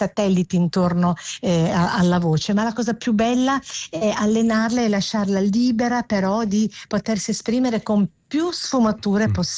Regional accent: Liguria, Italy; siamo liguri.

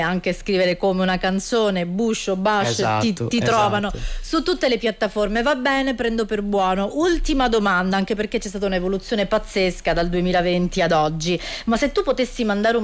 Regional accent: Sicily, Italy; Io sono siciliana

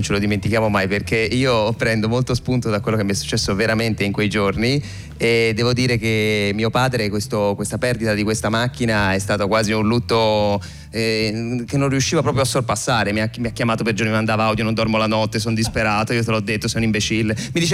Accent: Florence, Tuscany, Italy; io vengo da Firenze

